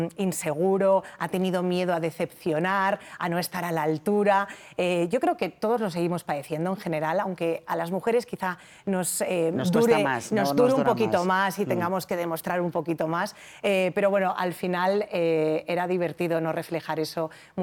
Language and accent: Spanish; Castile and León, Spain; soy leonesa, pero toda mi familia procede de Galicia, repartidos entre Ribeira Sacra y A Coruña, o sea que al final procedo de ahí, esos son mis orígenes